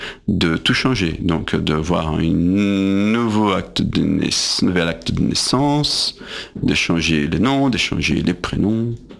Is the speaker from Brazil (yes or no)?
yes; Brazil; moved away; d'où je viens, du Brésil